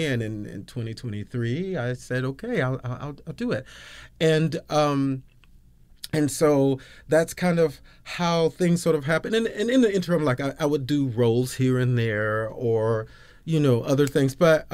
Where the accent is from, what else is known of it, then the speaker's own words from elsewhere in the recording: Georgia, United States; So I'm from Georgia. I had always been a musician.